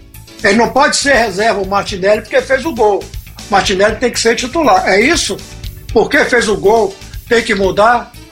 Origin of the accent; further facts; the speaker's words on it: Brazil; eu torço como torcedor, como brasileiro